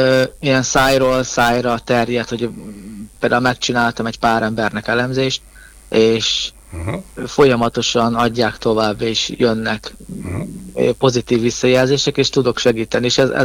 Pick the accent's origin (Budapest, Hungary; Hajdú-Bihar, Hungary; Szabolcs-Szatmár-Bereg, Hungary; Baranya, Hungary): Szabolcs-Szatmár-Bereg, Hungary; now in Jászfényszaru, Hungary; Jászfényszerű, Jászságban vagyok, de amúgy Törzsgyökeres, szabolcsi vagyok